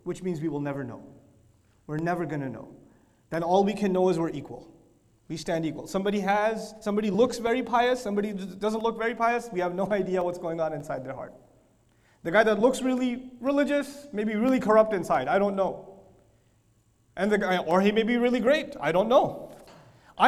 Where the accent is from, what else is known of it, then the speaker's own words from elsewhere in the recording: Pakistan; I come from Pakistan, that's my home country.